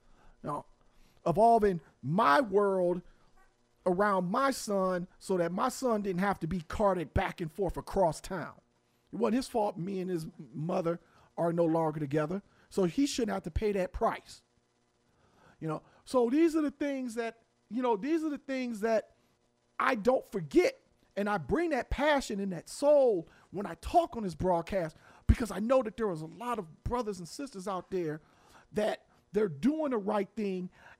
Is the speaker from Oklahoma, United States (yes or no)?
no; Cleveland, Ohio, United States; I'm from Cleveland. So so we are dog. So we come from that that Midwest.